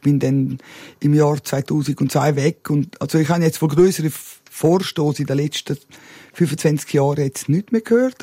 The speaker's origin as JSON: {"language": "German", "town": "Martina", "region": "Graubünden", "country": "Switzerland", "tie": "born or raised there", "said": "Martina war ein Grenzort. Wir sind ja im Hotel aufgewachsen, nebenzu ein Kiosk und eine Tankstelle, ein Familienbetrieb, ein klassischer Familienbetrieb."}